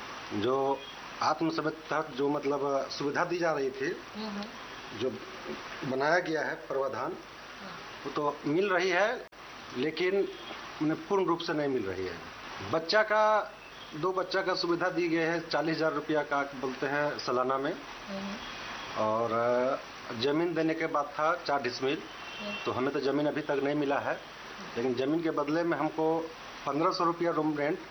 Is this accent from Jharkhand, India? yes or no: yes; Latehar district, Jharkhand, India; ग्राम जीपुआ टोला बुचुआटार थाना बालूमाथ जिला लातेहार का निवासी हूँ।